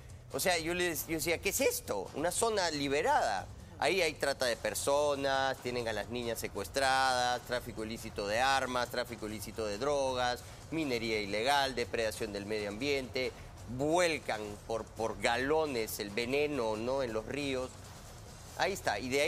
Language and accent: Spanish; Peru; Nosotros como peruanos somos custodios del pulmón del mundo, que es la Amazonía.